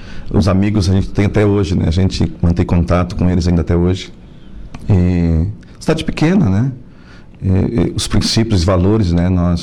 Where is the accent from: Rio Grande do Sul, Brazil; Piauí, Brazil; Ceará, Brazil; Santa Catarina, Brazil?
Santa Catarina, Brazil; Meleiro; Então, eu sou da cidade de Meleiro, né? Meus pais vivem até hoje lá.